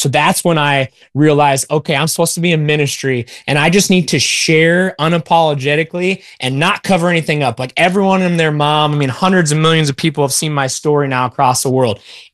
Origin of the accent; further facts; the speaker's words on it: Iowa, United States; moved away as an adult; now in Oklahoma City, United States; I'm from Iowa, FCA there.